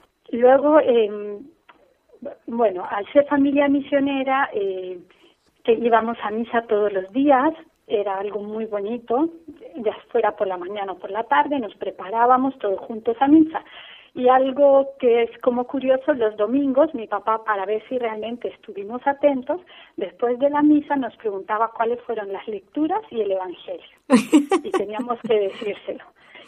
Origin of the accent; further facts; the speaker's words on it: Cusco, Peru; born there; tengo 28 años, nací en Perú, aunque mis papás son argentinos.